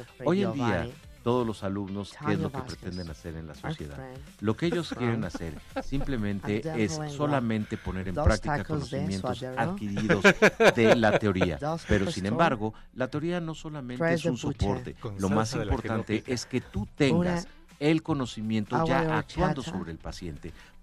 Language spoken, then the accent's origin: Spanish; Puebla, Mexico; Nosotros como poblanos tenemos que responder para que todo esto fluya de una mejor manera